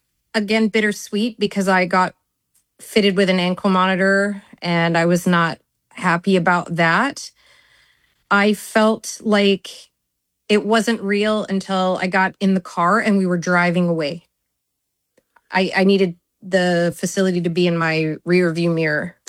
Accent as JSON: {"language": "English", "country": "Canada", "also_born_or_lived": "Australia / New Zealand", "said": "I didn't think along the lines of being Canadian, more that I had done my due diligence to have the paperwork in place that I needed in order to correctly navigate the immigration system. I've immigrated to Australia, New Zealand"}